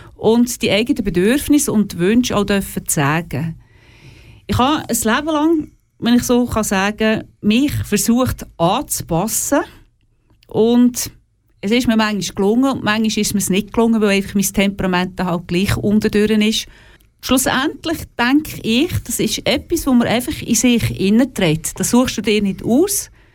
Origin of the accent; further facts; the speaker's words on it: Sursee, Lucerne, Switzerland; also born or lived in Oberkirch; Und ich bin zwar in Sursee geboren und auch dort aufgewachsen und nachher in Oberkirch.